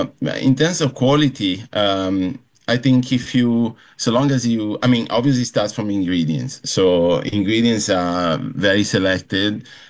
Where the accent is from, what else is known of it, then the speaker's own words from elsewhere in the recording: Belluno, Veneto, Italy; although we lived in Belluno, my hometown in on the Dolomites, but we never actually ate food from Belluno because my mother didn't cook that kind of food.